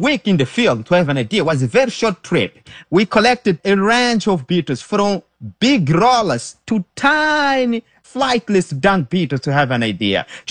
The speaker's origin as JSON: {"language": "English", "town": "Beira", "region": "Sofala", "country": "Mozambique", "tie": "born or raised there", "said": "We grew up together in Beira."}